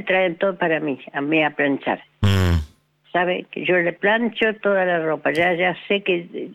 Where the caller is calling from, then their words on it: San Martín, Argentina; De San Martín